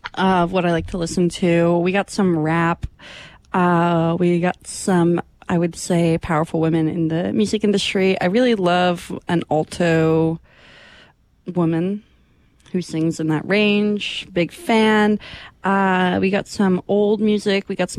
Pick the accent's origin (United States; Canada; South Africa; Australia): Canada; Toronto, Ontario; moved away; I'm from Toronto. I love the city. And I get nostalgic for living in that city.